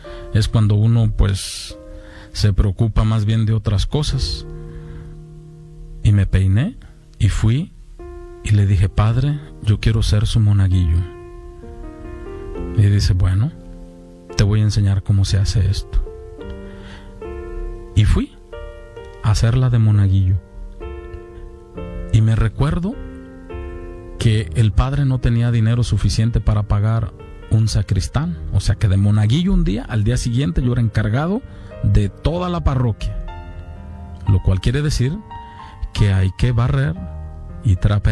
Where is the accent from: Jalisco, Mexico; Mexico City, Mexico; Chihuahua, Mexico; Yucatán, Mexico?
Jalisco, Mexico; Zapotitlán de Vadillo; lo mandaron a mi pueblo, ahí en Zapotitlán